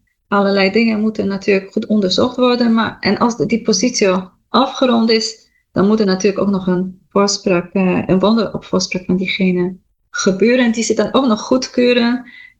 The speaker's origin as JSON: {"language": "Dutch", "country": "Poland"}